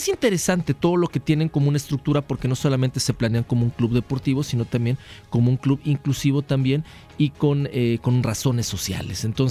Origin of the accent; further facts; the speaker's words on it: Mexico; ayer me corregían, no es fútbol soccer, es fútbol asociación, porque somos mexicanos y hablamos español.